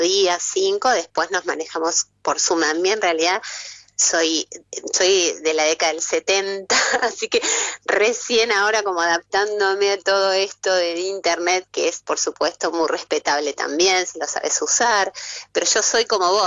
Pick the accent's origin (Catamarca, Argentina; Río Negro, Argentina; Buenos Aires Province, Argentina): Buenos Aires Province, Argentina; Carmen de Patagones; born there; nací en Carmen de Patagones